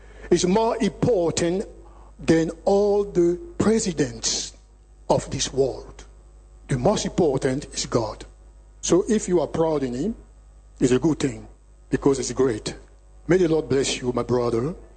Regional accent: Côte d’Ivoire; now in United States; I am a citizen of Ivory Coast. I am also a citizen of the United States of America. Because I am an American. I came from Virginia, the state of Virginia.

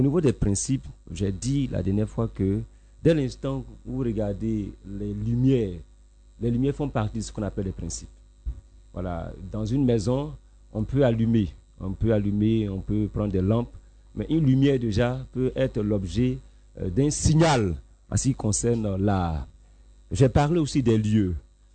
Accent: Côte d’Ivoire; Nous sommes en Côte d'Ivoire.

